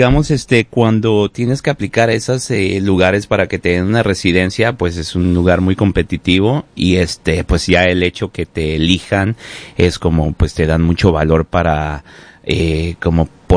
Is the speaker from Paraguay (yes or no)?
no; Mexico; Yo creo que uno como mexicano siempre está como muy, digamos, está muy relacionado con ese tipo de obras